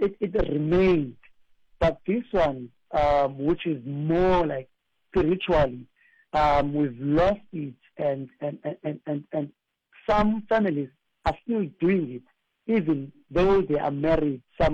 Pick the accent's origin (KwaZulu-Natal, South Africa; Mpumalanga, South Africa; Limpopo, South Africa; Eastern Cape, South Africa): Eastern Cape, South Africa; Engcobo; I'm coming from Engcobo, in a small village where the villagers, they take accountability of what is happening within the village.